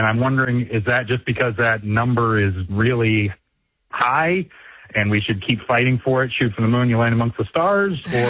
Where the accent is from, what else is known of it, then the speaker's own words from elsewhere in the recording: Maryland, United States; the county that I grew up in Maryland, I mean, you can't sneeze in there without spending half a million bucks.